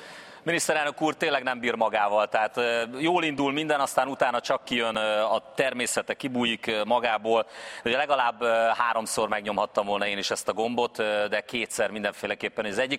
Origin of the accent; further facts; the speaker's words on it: Szeged, Csongrád-Csanád, Hungary; moved away as an adult; now in Budapest, Hungary; Így telt el az én életem, az egy szegedi lakótelepről indult, 18 évesen a 8. kerületbe Budapestre kerültem